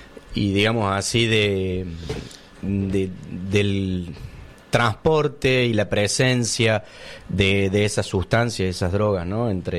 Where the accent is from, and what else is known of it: Argentina